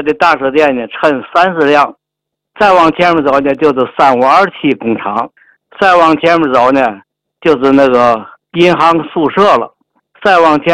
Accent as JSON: {"language": "Chinese", "town": "Hexing Village", "region": "Tianjin", "country": "China", "tie": "born there", "said": "我就38年出生在核兴村的。"}